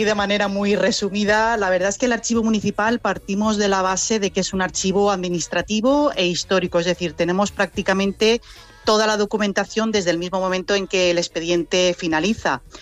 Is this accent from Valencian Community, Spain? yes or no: yes; Crevillente, Valencian Community, Spain